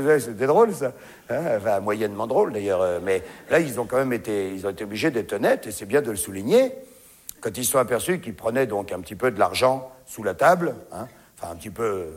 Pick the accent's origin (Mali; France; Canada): France; Hein, vous avez vu, chez nous, en France, ils ont dit, ah, oui, oui, oui.